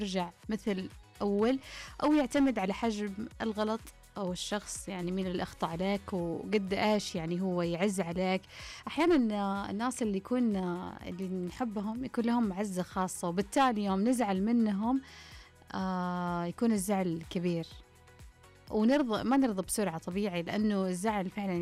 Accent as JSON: {"language": "Arabic", "country": "Saudi Arabia"}